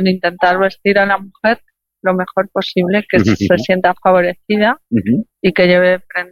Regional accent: Algemesí, Valencian Community, Spain; No soy de ahí. Empieza por A, pero soy de Algemesí.

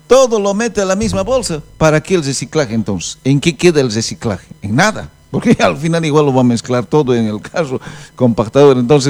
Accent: Bolivia; ¿qué somos los bolivianos ciudadanos de tercera?

